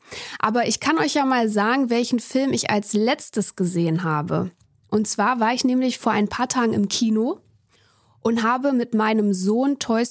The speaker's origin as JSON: {"language": "German", "region": "Thuringia", "country": "Germany", "tie": "born there", "moved": "yes", "lives_now": "Berlin, Germany", "said": "Ich bin in Thüringen geboren und ziehe wieder zurück nach Thüringen. Das ist in der Mitte Deutschlands. Aber noch wohne ich in Berlin."}